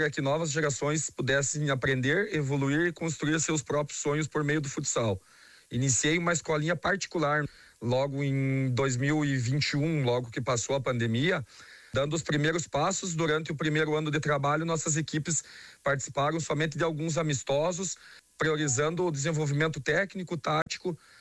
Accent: Esmeralda, Rio Grande do Sul, Brazil; moved away; sempre tive o propósito de retornar à minha cidade natal

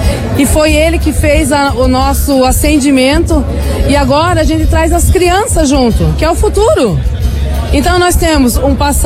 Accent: Curitiba, Paraná, Brazil; born there; eu sou uma paranaense. Eu nasci em Curitiba, capital, mas o meu sangue é gaúcho.

